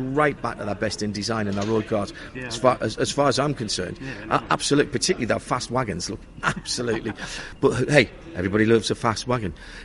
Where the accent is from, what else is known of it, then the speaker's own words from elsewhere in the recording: Sunderland, North East England, United Kingdom; up in my hometown in Sunderland